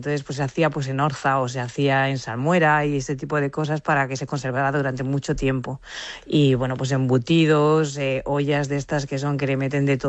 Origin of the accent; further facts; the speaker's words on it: Chera, Valencian Community, Spain; now in Valencia, Spain; Yo siempre digo que soy de Sodechera porque me siento de allí